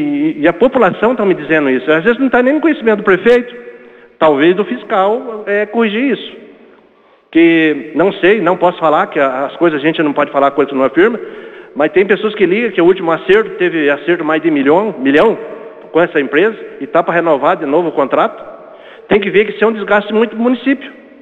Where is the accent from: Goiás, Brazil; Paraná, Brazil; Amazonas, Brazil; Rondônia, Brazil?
Paraná, Brazil; eu sou nascido em Ribeirão Bonito, sou o vereador do Ribeirão Bonito